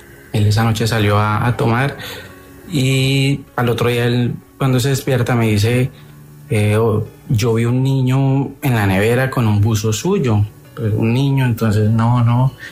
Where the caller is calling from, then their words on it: Tolima, Colombia; yo soy del Tolima